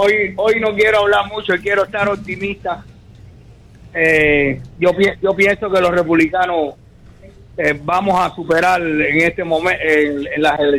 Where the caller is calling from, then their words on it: Cuba; Siendo cubano y habiendo venido de una familia de músicos